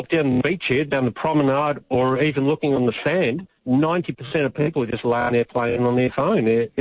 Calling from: Slovakia; Normally I'm calling you from Slovakia, but I'm on vacation, sitting on the seventh floor overlooking the beach.

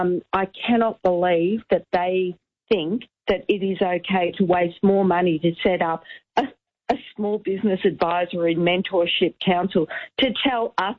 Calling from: Vanuatu; I'm actually ringing from Vanuatu because I just had to ring up.

